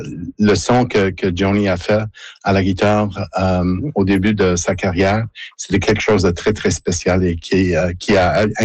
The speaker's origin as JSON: {"language": "French", "town": "Montreal", "region": "Quebec", "country": "Canada", "tie": "born or raised there", "said": "Oui, alors j'ai grandi à Montréal"}